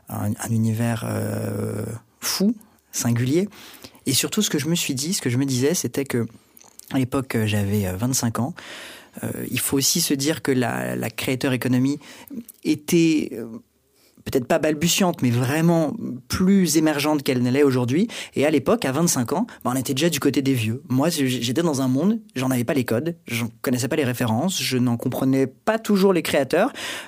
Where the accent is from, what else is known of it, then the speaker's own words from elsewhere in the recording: Paris, Île-de-France, France; moi, je suis né, j'ai grandi à Paris, d'un père québécois, et donc toute ma famille est au Québec. Donc j'ai vraiment grandi entre ces deux cultures.